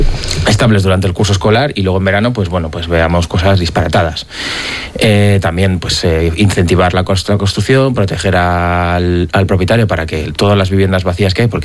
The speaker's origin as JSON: {"language": "Spanish", "town": "Bilbao", "region": "Basque Country", "country": "Spain", "tie": "born or raised there", "said": "Digo, al final yo soy bilbaíno de toda la vida, soy del barrio Basurto y yo no contemplo la vida fuera de Bilbao."}